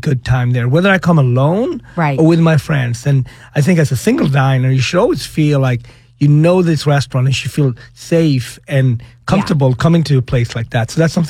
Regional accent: Sweden; moved away; also born or lived in Africa; I was born in Africa. I grew up in Sweden.

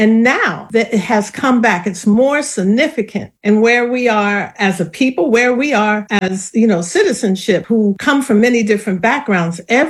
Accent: North, United States; I'm originally from the North, and we had to learn it both as a poem and as a song.

